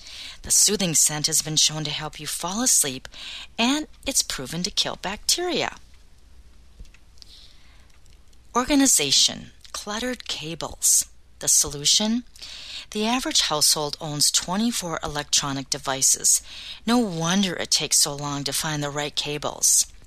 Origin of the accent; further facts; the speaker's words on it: Bronx, New York, United States; I love me a hoop earring. Growing up in the Bronx, they had these things called door knockers.